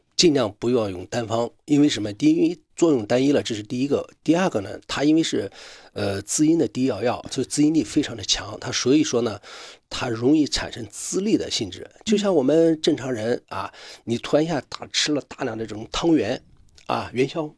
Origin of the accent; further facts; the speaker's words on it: Northeast China, China; 咱们东北人